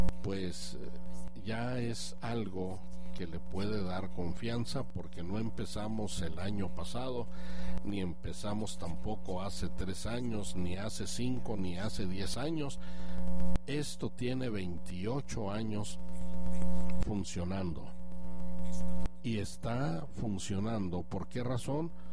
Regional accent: Chihuahua, Mexico; Comencé evangelizando en mi ciudad natal, que es Chihuahua, y de allí, después de eso, fui misionero 3 años

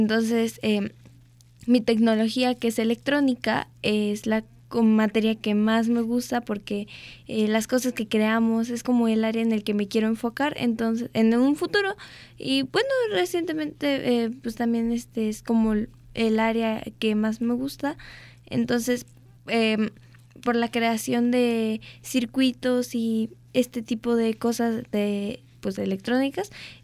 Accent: Xalapa, Veracruz, Mexico; also born or lived in Coatepec, Mexico; soy originaria de aquí de Jalapa o de Coatepec, de los dos me encantan los dos lugares.

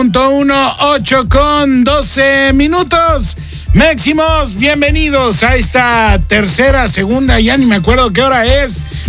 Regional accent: Mexico

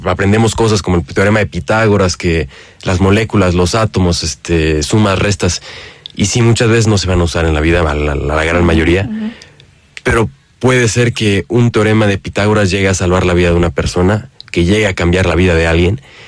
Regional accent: Mexico; somos de México y estamos apoyando

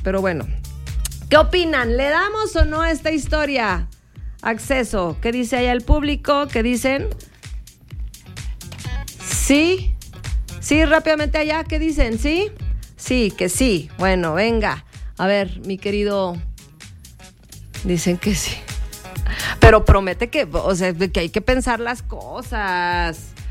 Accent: Comarca Lagunera, Mexico; yo me quedé sola en Monterrey. Soy de La Laguna, afuera del antro

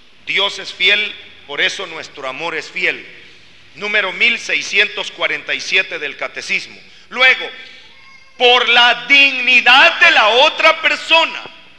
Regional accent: Guatemala; Yo vengo de un país de Centroamérica que se llama Guatemala, en donde el grito, el clamor popular es fusilen a los secuestradores.

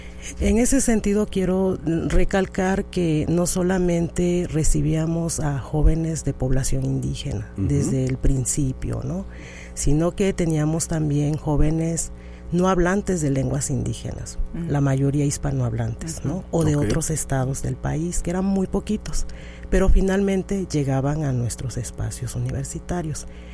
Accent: Oaxaca, Mexico; Sí, soy zapoteca, pero también hablo inglés, uh-huh, también me interesan otros idiomas

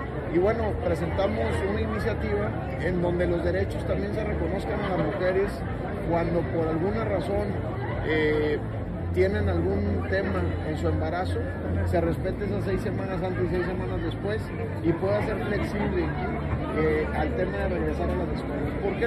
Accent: Villa Unión, Coahuila, Mexico; born there; como pasó en mi pueblo en Villa Unión en 2019

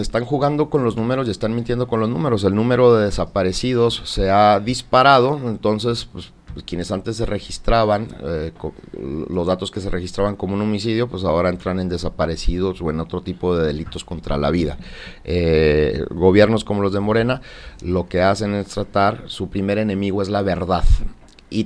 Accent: Chihuahua, Mexico; no somos estúpidos los chihuahuenses

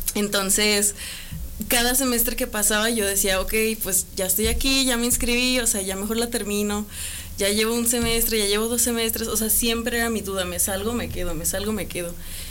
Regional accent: Zacatecas, Mexico; also born or lived in United States; Sí, nací en Zacatecas. Nací en Zacatecas y después nos mudamos de chiquitos a Estados Unidos un tiempo y luego ya regresé acá a México para la primaria.

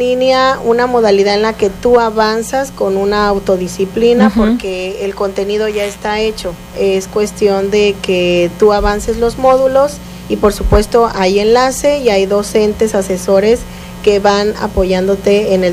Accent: Mexico

